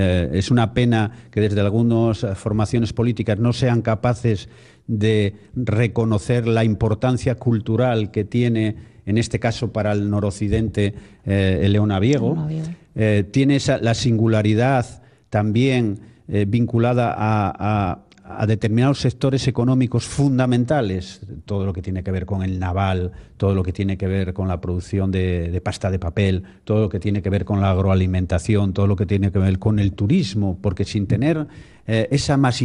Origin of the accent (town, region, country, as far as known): Asturias, Spain